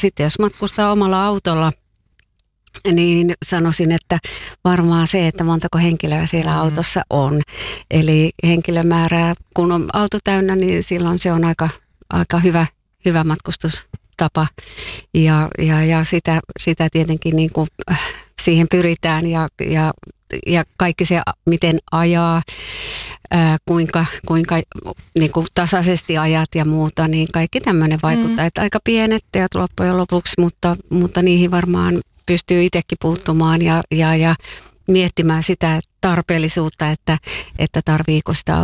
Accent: Lehtimäki, South Ostrobothnia, Finland; mä lähden nyt tulevana viikonloppuna Etelä-Pohjanmaalle Lehtimäelle, eli sinne kotikonnulle, mistä olen kotoisin

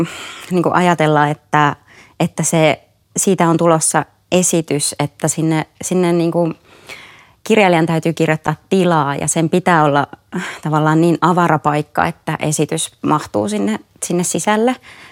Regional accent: Kainuu, Finland; mä oon itse kotoisin Kainuusta ja se on mulle tuttua, niin kuin tuttua maisemaa

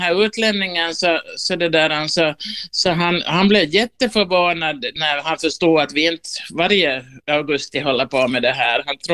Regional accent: Ostrobothnia, Finland; now in Uusimaa, Finland; Vet du, där jag läst mitt liv helt i lugn och ro som österbottning utan kräftskivor och det där. Så har vi ju min bildade familj här i Nyland.

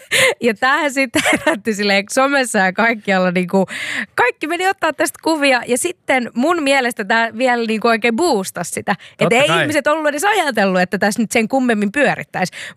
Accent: Seinäjoki, South Ostrobothnia, Finland; Mä oon sanonut, että mä oon kotoisin Seinäjoelta, mutta mä oon vieläkin, jos mennään spesifimmiksi, niin Nurmosta. Semmoinen siis kylä siinä vieressä / Seinäjoen sisällä.

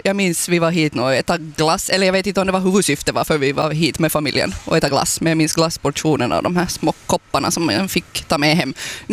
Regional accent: Karis, Uusimaa, Finland; Jag är från Karis, men jag är ju från Backgren förstås. Jo, om vi riktigt ska vara petnoga. Alltså vill vi vara riktigt petnoga så är jag från Brasby, men bor nu i Jordböle.

